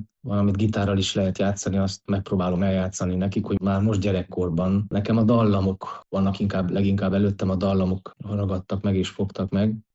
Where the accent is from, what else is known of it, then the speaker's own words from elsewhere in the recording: Mezőpanit, Mureș County, Romania; Mezőpanitban születtem, és itt nőttem fel, ami azt is jelenti, hogy az itteni református közösségnek az életébe kapcsolódtam be kiskorom óta.